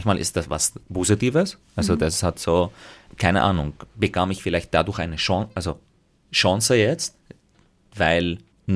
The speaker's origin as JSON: {"language": "German", "town": "Graz", "region": "Styria", "country": "Austria", "said": "ich dann versucht habe zu sagen, ich komme aus Graz, wenn ich wo unterwegs war, dann war gleich die Frage, wo ich so wirklich her"}